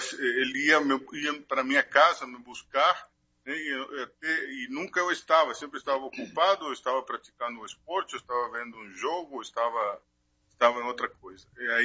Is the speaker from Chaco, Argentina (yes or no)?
yes; Resistencia, Chaco, Argentina; Portuguese is a second language; Muito bem, eu sou nordestino da Argentina. É, nasci na Argentina no ano de 1970 e vivi todo esse tempo no norte, numa cidade que se chama Resistência, a capital de um estado do norte e nordeste da Argentina, né?